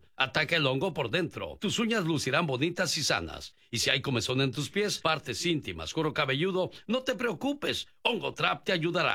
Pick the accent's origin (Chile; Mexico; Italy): Mexico; moved away; salí de México, pero México nunca salió de mí.